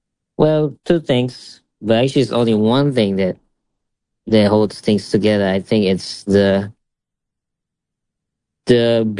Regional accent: Bali, Indonesia; even growing up in Bali, where it's not, you know, a place where they do jazz

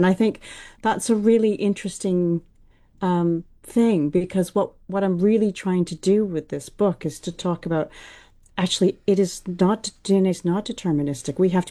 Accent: Canada; moved away; I'm from Canada, but I've lived in this country long enough

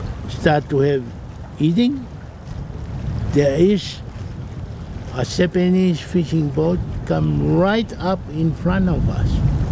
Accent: Tonga; When we been growing up in Tonga, and our parents teach us in so many things, how to live and things like that, how to light a fire, how to cook a food, and what sort of food to eat.

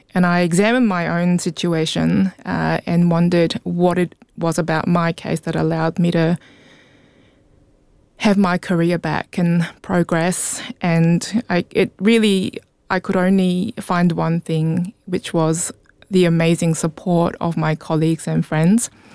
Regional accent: Auckland, New Zealand; English is a second language; also born or lived in South Korea; Yeah, so I identify myself as a Korean Kiwi. I was born in Korea and moved over to Auckland as a family in 1992. So that was after I finished primary school, and I did all of my schooling in Auckland

